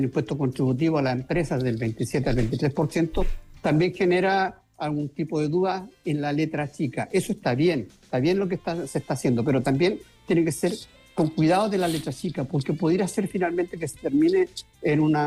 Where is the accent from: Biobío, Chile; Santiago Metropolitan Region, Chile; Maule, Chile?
Biobío, Chile; yo al menos soy del Biobío, de la zona que hoy día se pretende hacer la reconstrucción, donde ocurrieron los mega incendios